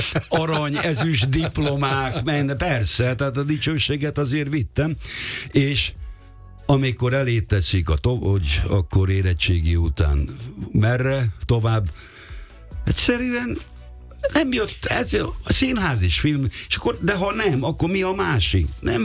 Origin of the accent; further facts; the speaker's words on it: Budapest, Hungary; akkor virágzott a Margit-szigeten a Dózsa tenista, ott voltak a Davis kupák, a Róczi Balázsék, nem? És hát ott nőttem föl, ott voltam tag